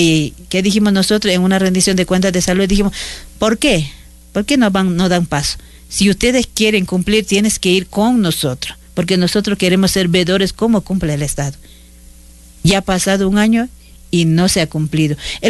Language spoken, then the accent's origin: Spanish; Ecuador; deben entender mi pueblo Borane, no solamente decidió como pueblo Borane, sino más bien decidió el Ecuador entero. 18 millones que habitamos, que vivimos en el Ecuador, decidió que no más.